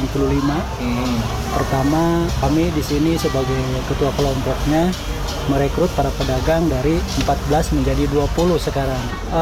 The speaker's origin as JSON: {"language": "Indonesian", "region": "West Java", "country": "Indonesia", "said": "Itu senang-senang yang kami selaku orang Sunda ya."}